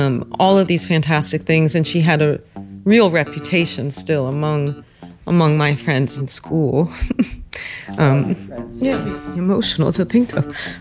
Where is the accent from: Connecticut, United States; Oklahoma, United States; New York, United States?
Connecticut, United States; Greenwich; What I saw growing up in Greenwich, Connecticut in the 80s and 90s